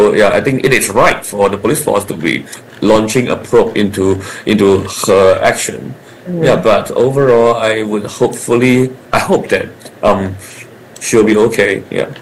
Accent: Malaysia; people might think that whatever I'm saying now is because I'm Malaysian, I'm trying to defend a Malaysian.

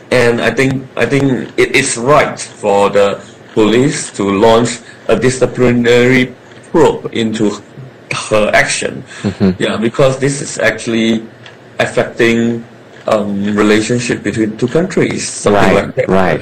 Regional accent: Malaysia; I'm Malaysian

